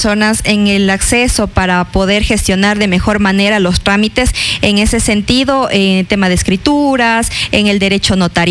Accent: Tisaleo, Tungurahua, Ecuador; al servicio de mi gente, de mi pueblo, del Cantón Tisaleo

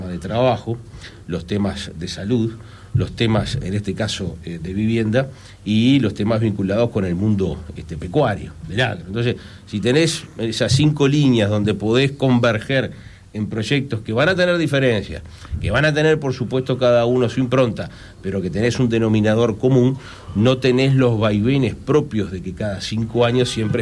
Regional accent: Canelones, Uruguay; como canarios, entendíamos que algunos temas en el departamento no estaban funcionando bien

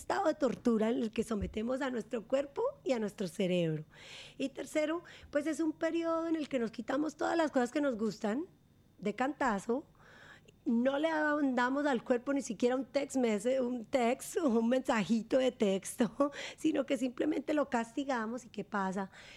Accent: Colombia; Yo soy colombiana, a mí me encantaba bailar, crecimos bailando en mi casa

